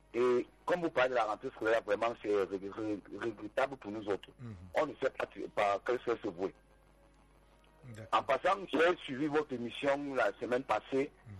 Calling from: Yaoundé, Centre, Cameroon; J'habite à Ligue-Fa, j'appelle.

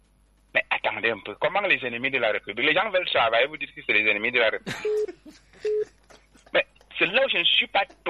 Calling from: Cameroon

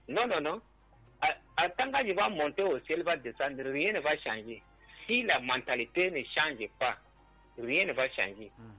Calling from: Cameroon; C'est la mentalité de Camerounais comme ça.

